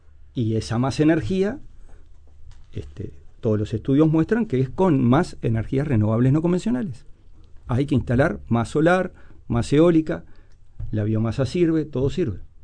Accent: Uruguay

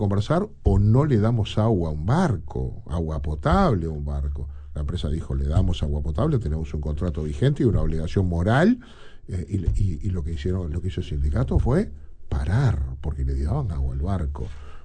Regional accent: Uruguay

